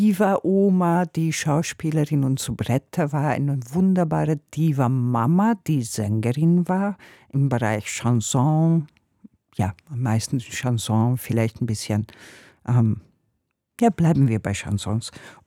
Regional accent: Hungary; German is a second language; moved away; Ich komme aus Ungarn … ich bin so und so viele Jahre alt

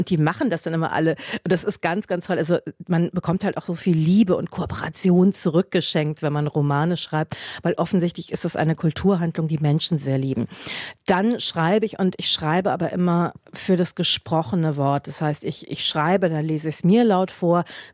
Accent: Germany; Und wenn ich als Deutsche über England schreibe, dann möchte ich es gut recherchiert haben.

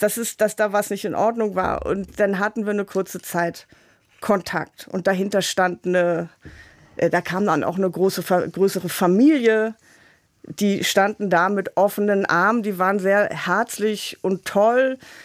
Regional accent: Hamburg, Germany; Ich bin aus Hamburg.

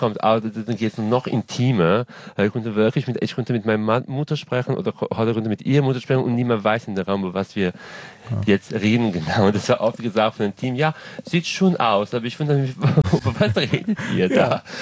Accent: Serbia; German is a second language; Und auf der anderen Seite, ich komme ursprünglich aus Serbien, das heißt selber Kroatisch

